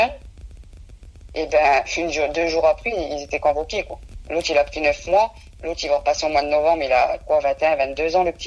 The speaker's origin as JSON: {"language": "French", "country": "France"}